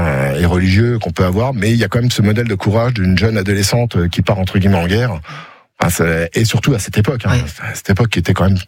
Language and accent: French; Martemont, Grand Est, France; Alors moi, je suis de Martemont.